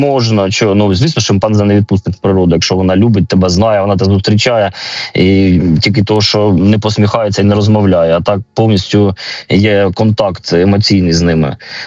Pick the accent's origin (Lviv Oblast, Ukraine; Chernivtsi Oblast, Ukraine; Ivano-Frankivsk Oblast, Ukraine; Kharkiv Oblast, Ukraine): Kharkiv Oblast, Ukraine; Kharkiv; ми, харків'яни